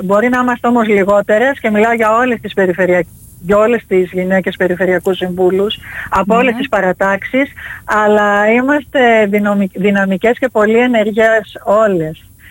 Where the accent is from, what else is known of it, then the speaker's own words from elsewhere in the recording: Corfu, Ionian Islands, Greece; Είμαι καταγωγή από την Κέρκυρα, ναι.